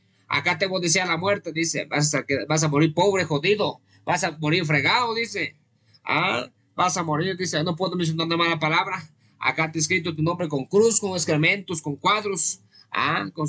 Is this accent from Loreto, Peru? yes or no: no; Huancabamba, Piura, Peru; born there; desde mi provincia de Huancabamba, mi tierra bendita que me dio nacer